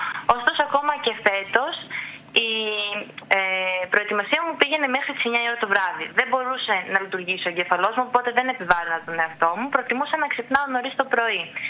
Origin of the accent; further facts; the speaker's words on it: Greece; moved away as an adult; θα ήθελα να προσφέρω στο νησί μου.